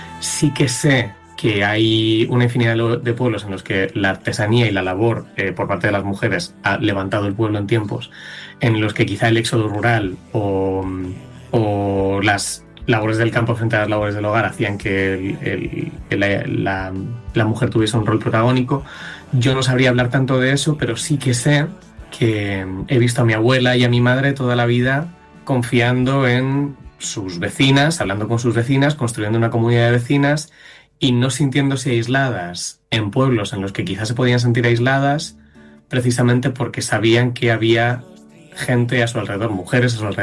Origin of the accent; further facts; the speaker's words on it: Castilla-La Mancha, Spain; parte de la banda somos de provincia de Toledo toda la vida y hemos estado muy ligada a La Mancha de diferentes formas